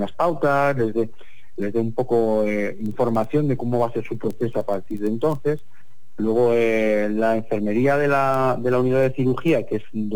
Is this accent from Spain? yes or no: yes; Spain; como buenos españoles que somos